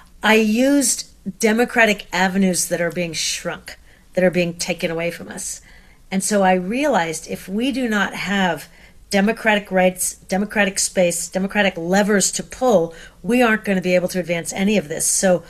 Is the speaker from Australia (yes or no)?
no; Seattle, Washington, United States; And I grew up in Seattle, where one of the first cities to have curbside recycling